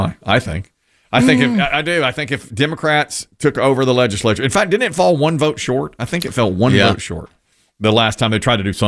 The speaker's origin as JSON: {"language": "English", "region": "North Carolina", "country": "United States", "tie": "born or raised there", "said": "Out in the Quahala. that's my hometown. That's right outside my hometown."}